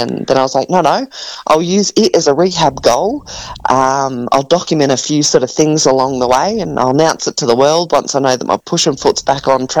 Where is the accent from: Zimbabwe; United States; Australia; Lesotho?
Australia; Junee, New South Wales; moved away; I was originally from Junine.